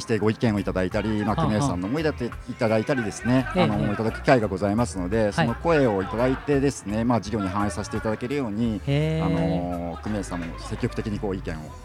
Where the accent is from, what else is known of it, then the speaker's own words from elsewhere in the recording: Tottori, Japan; 私も鳥取県出身で、小さい頃から白バラ牛乳をこう給食なんかでも飲んで育ってきたんですよね、